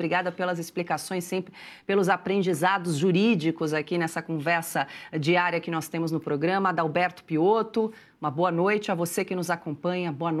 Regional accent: Brusque, Santa Catarina, Brazil; tem conterrâneo aqui de Santa Catarina, o Emerson de Itajaí, pertinho de Brusque, minha cidade natal

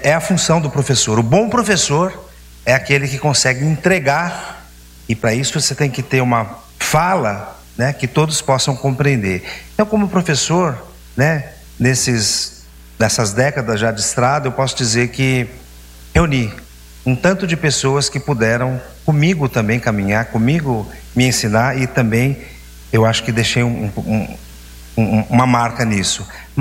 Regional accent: Piraju, São Paulo, Brazil; moved away; Eu sou daqui. Eu nasci aqui em Piraju, morei no teto, andei descalço, joguei bolinha de gude, pé vermelho.

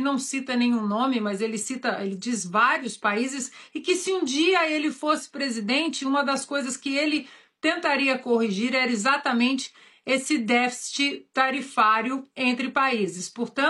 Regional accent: Minas Gerais, Brazil; now in United States; eu como mineira

